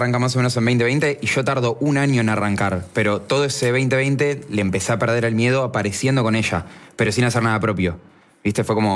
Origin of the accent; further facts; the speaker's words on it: Buenos Aires, Argentina; somos los dos de Caballito y colegios vecinos.